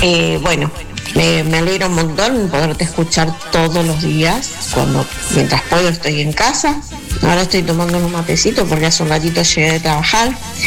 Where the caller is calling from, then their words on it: Santa Fe, Argentina; te hablo de Chapu y Santa Fe.